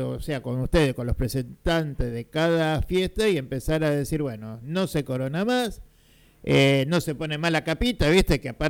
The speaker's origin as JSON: {"language": "Spanish", "country": "Argentina", "said": "Si nosotros somos argentinos."}